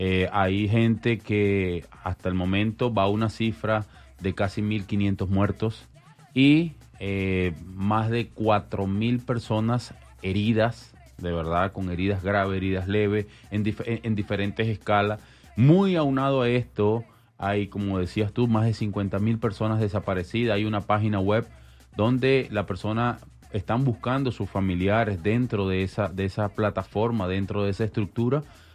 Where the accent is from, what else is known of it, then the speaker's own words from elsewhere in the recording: Venezuela; now in Las Vegas, United States; muy agradecido de todo corazón como venezolanos.